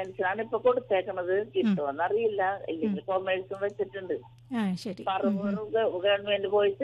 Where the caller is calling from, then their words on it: Gothuruthu, Kerala, India; സ്ഥലം? ഗോതിരത്ത് എന്ന് പറയും.